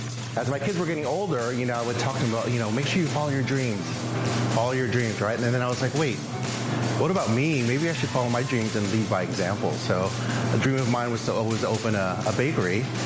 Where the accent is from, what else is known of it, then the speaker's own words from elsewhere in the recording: Philippines; I'm Filipino. I know about ube.